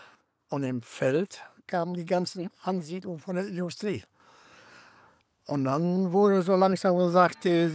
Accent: Rheine, North Rhine-Westphalia, Germany; born there; Ich bin 1956 hier in Mesum geboren, in Mesumfeld auch tatsächlich. Und fühle mich da genauso gut wie auch im Dorf sehr, sehr wohl.

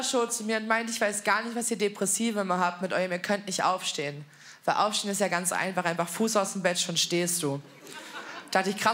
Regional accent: Berlin, Germany; ich komme offensichtlich aus Berlin, aber ich trinke seit 7 Jahren keinen Alkohol.

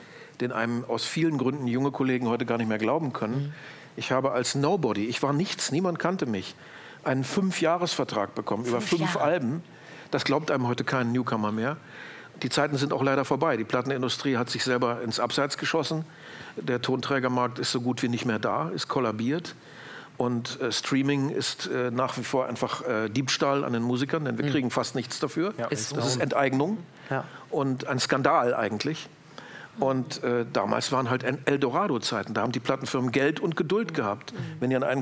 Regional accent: Germany; Ich komme ja aus dem Grenzgebiet von NDR und WDR.

